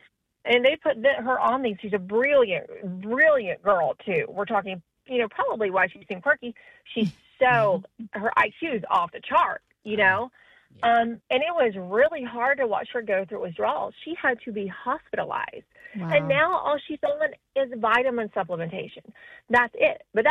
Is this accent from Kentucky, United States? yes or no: no; Virginia, United States; I'm from Southwest Virginia